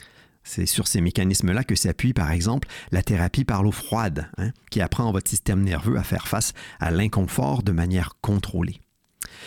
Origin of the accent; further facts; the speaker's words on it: Quebec, Canada; comme je viens du Québec